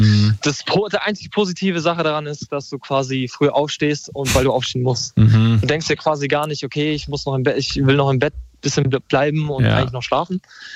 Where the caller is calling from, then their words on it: Neu-Ulm, Bavaria, Germany; Ich rufe aus Neu-Ulm an.